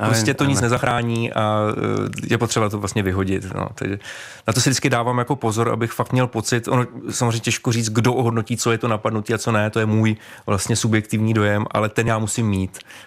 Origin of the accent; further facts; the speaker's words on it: Hradec Králové, Hradec Králové Region, Czechia; Já jsem z Hradce Králové